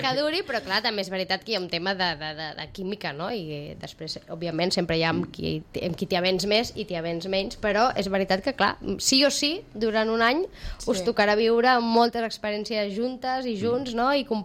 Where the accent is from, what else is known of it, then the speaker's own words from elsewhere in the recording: Sitges, Catalonia, Spain; i mira que som de Sitges o soc de Sitges